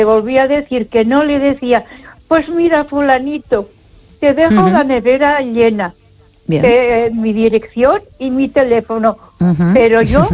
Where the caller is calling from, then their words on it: Ponferrada, Castile and León, Spain; de Ponferrada.